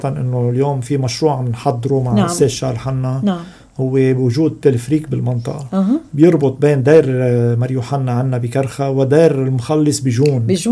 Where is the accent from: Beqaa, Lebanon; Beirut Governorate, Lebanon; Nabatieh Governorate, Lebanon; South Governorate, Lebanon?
South Governorate, Lebanon; بتقدر تسلكي طريق جزين بتمرقي على البلدة اسمها كفرفلوس قبل ضيعتنا